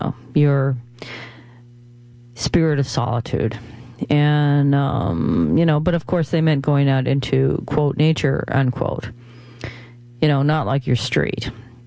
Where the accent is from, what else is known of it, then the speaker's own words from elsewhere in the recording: New York, United States; as a New Yorker